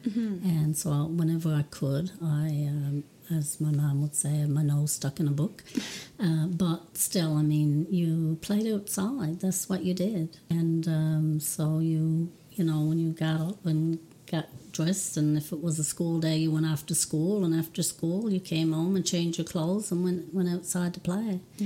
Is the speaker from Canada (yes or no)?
yes; Cow Head, Newfoundland and Labrador, Canada; I'm originally from Nettie's Arbor in North Point, but I've lived in Cowhead since I was 4 years old, and I was born in 1959.